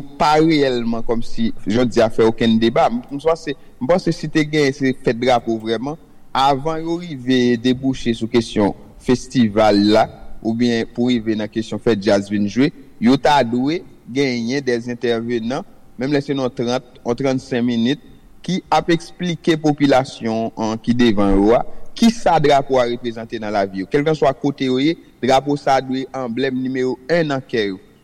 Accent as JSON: {"language": "French", "country": "Haiti", "said": "parce que on est haïtien"}